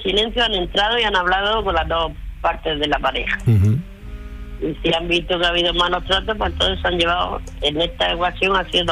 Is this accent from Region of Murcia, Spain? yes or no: yes; Region of Murcia, Spain; de Murcia, corresponsal de Murcia.